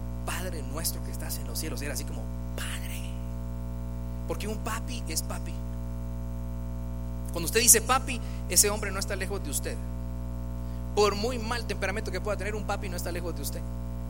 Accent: Guatemala; En nuestra cultura, en Guatemala

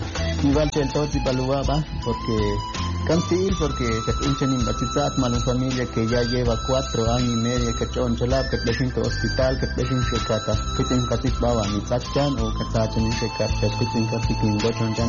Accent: El Quiché, Guatemala; En mi dialecto, porque soy Ixil.

